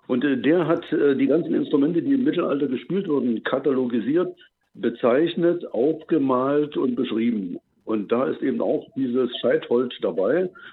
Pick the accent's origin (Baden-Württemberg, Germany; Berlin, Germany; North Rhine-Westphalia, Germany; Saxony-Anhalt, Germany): Berlin, Germany; now in Thuringia, Germany; Wir kommen aus der Berliner Gegend hierher, sind seit 6 Jahren hier in Thüringen wieder